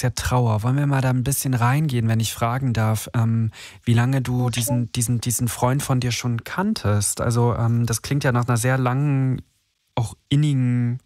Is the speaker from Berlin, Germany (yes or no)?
yes; Berlin, Germany; Ah ja, ich komme auch aus Berlin.